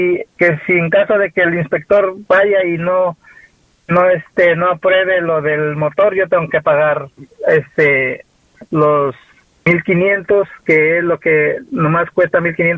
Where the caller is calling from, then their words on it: South Carolina, United States; Yo soy del Sur Carolina, pero es en Norte Carolina.